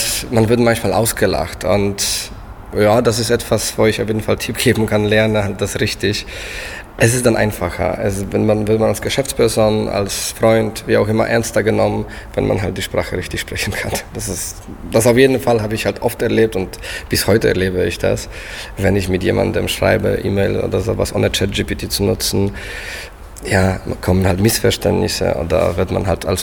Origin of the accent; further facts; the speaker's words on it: Poland; first language Polish; German is a second language; moved away as an adult; now in Berlin, Germany; wenn ich zu Hause bin, kann ich besser Polnisch logischerweise sprechen. Das ist meine Muttersprache, es ist nicht schwierig für mich.